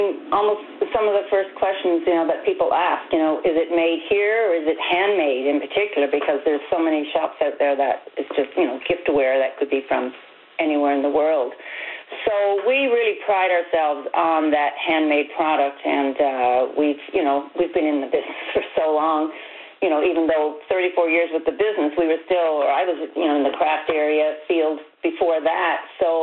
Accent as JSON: {"language": "English", "town": "King's Point", "region": "Newfoundland and Labrador", "country": "Canada", "tie": "born or raised there", "said": "I'm in my hometown of Kings Point, and in my dad's old service station garage is where I set up."}